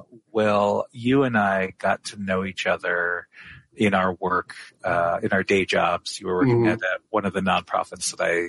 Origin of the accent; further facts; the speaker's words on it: South Dakota, United States; moved away; I am originally from the Rosebud Sioux tribe out in South Dakota